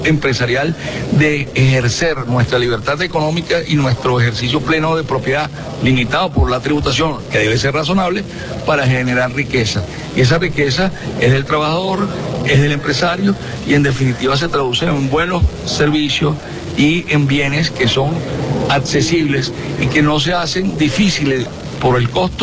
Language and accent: Spanish; Venezuela; porque al fin y al cabo los empresarios somos venezolanos